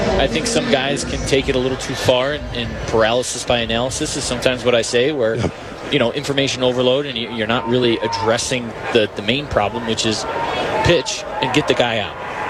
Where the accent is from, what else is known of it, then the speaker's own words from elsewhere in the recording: Illinois, United States; I was White Sox. So okay. I grew up on the South Side, and that was it.